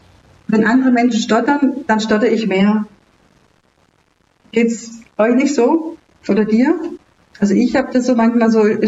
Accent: Baden-Württemberg, Germany; moved away as an adult; now in Ravensburg, Germany; dass ich ja am Bodensee aufgewachsen bin

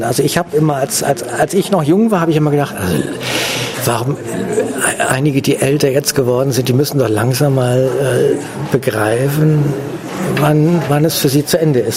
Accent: Schleswig-Holstein, Germany; Ich habe ein Haus mit Blick auf die Ostsee und also in meiner Heimat Ostholstein, da bin ich aufgewachsen.

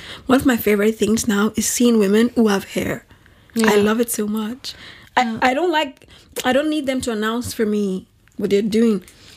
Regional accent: Nigeria; I think the response they expect me to give as a Nigerian girl speaking to a Nigerian man who needs you to look at me as wife material is

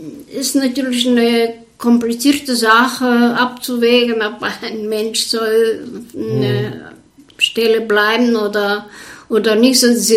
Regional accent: Bulgaria; first language Bulgarian; German is a second language; moved away as an adult; now in Görlitz, Germany; ich hatte dennoch mal Kontakt auf meine Muttersprache.

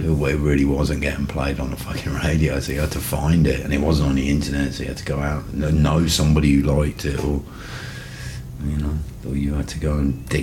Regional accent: Rugby, West Midlands, United Kingdom; same field where Lewis Carroll used to play rugby when he was a child in rugby. We went to school in my hometown.

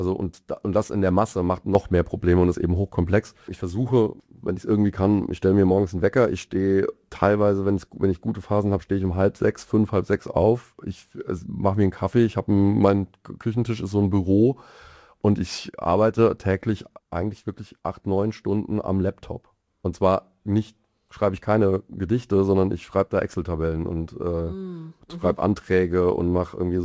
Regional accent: Mainz, Rhineland-Palatinate, Germany; moved away as an adult; now in Mannheim, Germany

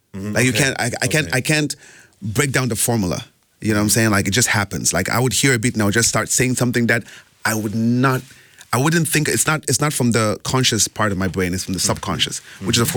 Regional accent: Libya; moved away; growing up in Libya

